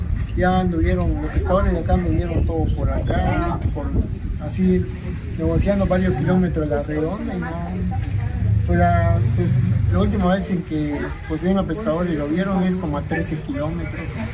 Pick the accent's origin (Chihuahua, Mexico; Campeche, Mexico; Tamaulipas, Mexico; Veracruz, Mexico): Campeche, Mexico; Lerma; Somos de aquí, de Quilo, de acá de Quilo, la zona.